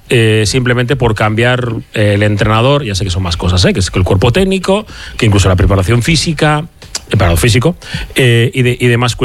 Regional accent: Basque Country, Spain; Pero si sí, da igual, a ver, que somos vascos, da igual que tengamos...

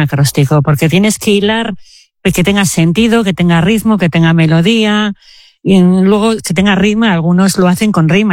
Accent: Trapagarán, Basque Country, Spain; yo soy de Trapagarán, de la margen izquierda

